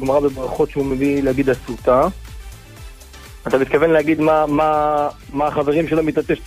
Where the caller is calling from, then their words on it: Netivot, Southern District, Israel; אני מנתיבות, ברוך השם.